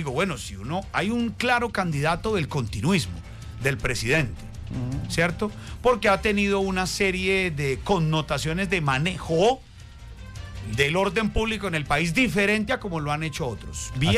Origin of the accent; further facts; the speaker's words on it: Colombia; Y es, uno escoge como colombiano qué continuidad, si quiere darle esa continuidad o no.